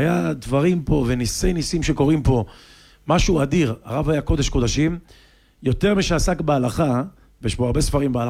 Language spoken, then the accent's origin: Hebrew; Netanya, Central District, Israel; כל הטריפוליטאים מנתניה, אני באתי מנתניה